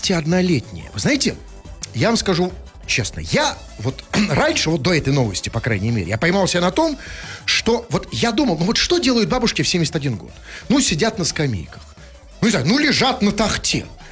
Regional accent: Lipetsk Oblast, Russia; now in Moscow, Russia; Типа, я из Липецкой области переехал, так сказать

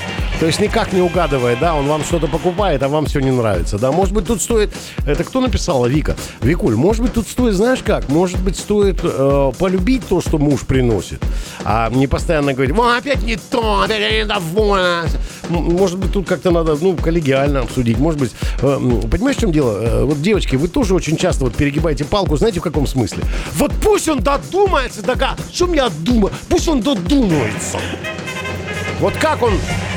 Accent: Rostov Oblast, Russia; мы выросли на Дону

